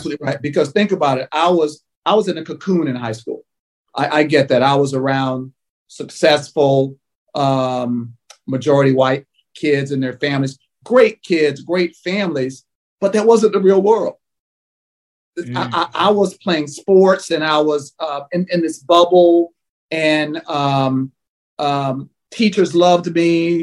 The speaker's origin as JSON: {"language": "English", "region": "Florida", "country": "United States", "moved": "as an adult", "said": "I'm from Florida. I want to go back home for the summer."}